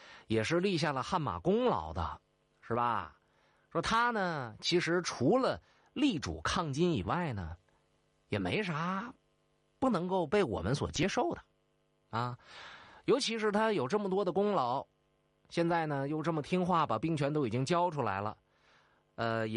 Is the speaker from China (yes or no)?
yes; Northeast China, China; accent: Northeastern dialect; 用我们东北话来说